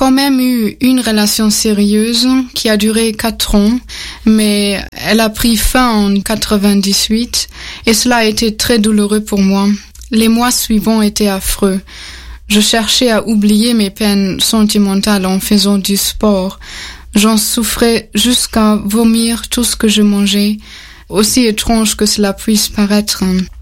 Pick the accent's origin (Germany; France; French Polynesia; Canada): Germany; moved away; Oui, alors, j'ai grandi en Allemagne dans une famille de tradition protestante.